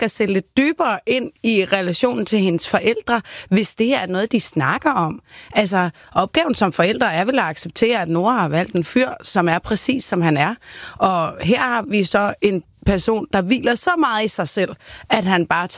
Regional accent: Jutland, Denmark; Altså, jeg voksede op med den i Jylland.

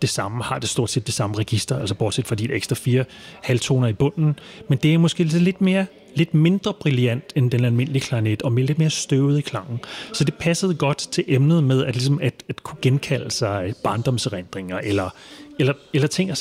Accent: Amager, Capital Region of Denmark, Denmark; jeg voksede op på Amager, og der var ikke så meget inspiration der, synes jeg.

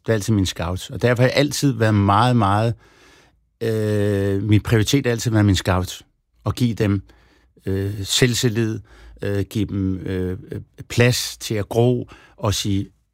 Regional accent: Copenhagen, Capital Region of Denmark, Denmark; now in Netherlands; Fordi det er der, hvor jeg kommer fra.

